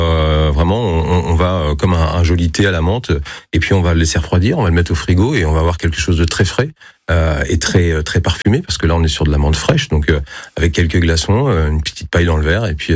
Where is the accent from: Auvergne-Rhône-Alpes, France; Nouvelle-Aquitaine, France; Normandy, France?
Normandy, France; Là, on est vraiment au cœur de la Suisse normande, là où j'ai grandi.